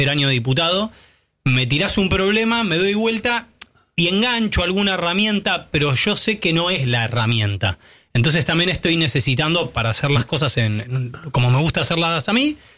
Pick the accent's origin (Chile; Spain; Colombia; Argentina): Argentina; No, no puedo, soy diputado nacional argentino, no puedo ayudarte en esto, etcétera.